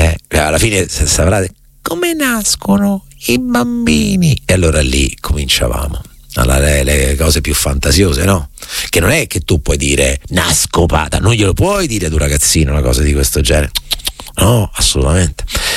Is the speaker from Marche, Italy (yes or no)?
yes; Recanati, Marche, Italy; born there; sarà che sono nato a Leopardi, Reganati, sarà che so gobbo anche calcisticamente parlando come Leopardi